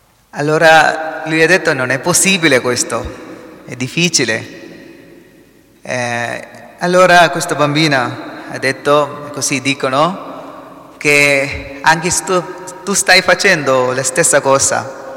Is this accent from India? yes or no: yes; Kerala, India; Italian is a second language; now in Italy; Io sono indiano, vengo da sud di India, Kerala.